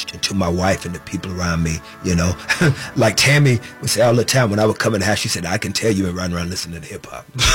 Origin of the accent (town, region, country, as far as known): New York, United States; accent: New York